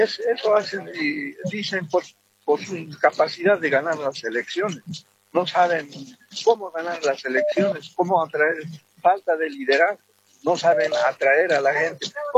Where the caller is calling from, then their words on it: Cochabamba, Bolivia; de Cochabamba.